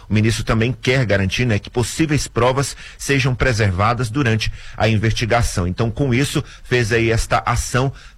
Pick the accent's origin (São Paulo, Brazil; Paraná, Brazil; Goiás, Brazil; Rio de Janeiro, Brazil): Goiás, Brazil; Jataí; porque lá na minha cidade tem uma umidade um pouquinho maior, em Jataí, Goiás.